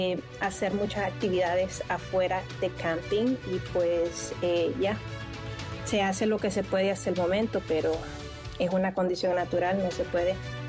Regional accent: Honduras; also born or lived in La Ceiba, Honduras; now in Toronto, Canada; Bueno, yo nací en La Mosquitia. Me crié entre La Mosquitia y La Ceiba.

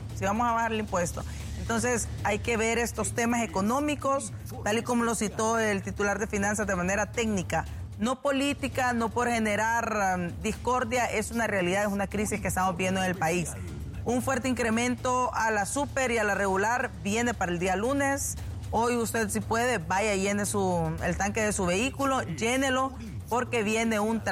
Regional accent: Honduras

